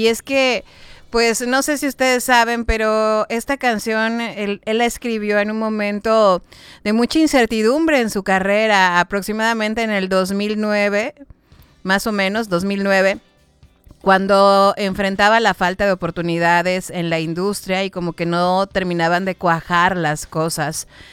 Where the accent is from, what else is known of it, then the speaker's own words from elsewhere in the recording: Yucatán, Mexico; para nosotros, obviamente, como yucatecos, es un gran gusto